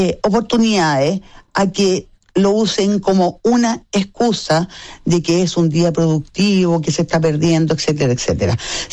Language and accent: Spanish; Chile